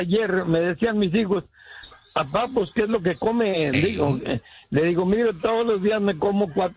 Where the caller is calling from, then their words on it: Villa Guerrero, Jalisco, Mexico; Luego ya sigue la B, que es de donde yo soy de Villaguerrero.